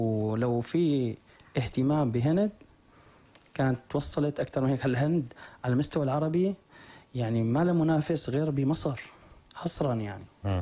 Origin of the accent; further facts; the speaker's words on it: Syria; عندنا بسوريا